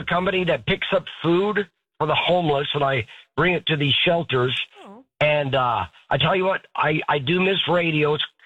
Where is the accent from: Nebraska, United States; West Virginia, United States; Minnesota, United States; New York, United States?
Nebraska, United States; Lincoln; from Lincoln, Nebraska, but you picked up and you surprised me.